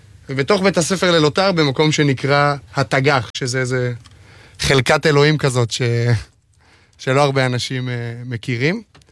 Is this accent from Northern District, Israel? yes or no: yes; Alon HaGalil, Northern District, Israel; באלון הגליל, ביישוב שגדלתי בו